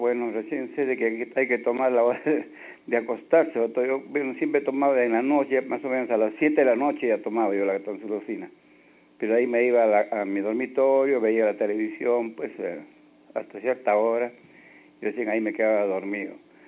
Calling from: Lima, Peru; Llamo de Los Olivos

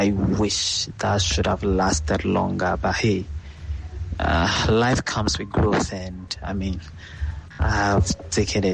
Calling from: Tema, Greater Accra, Ghana; I'm speaking from Tema.

